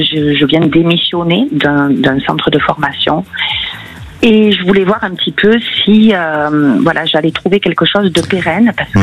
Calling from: Nouvelle-Aquitaine, France; Alors moi, je vous appelle de la Dordogne.

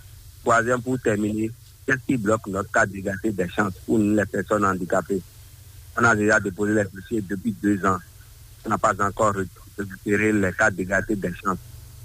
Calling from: Benin; Ça va très bien chez nous, à Gakwe.

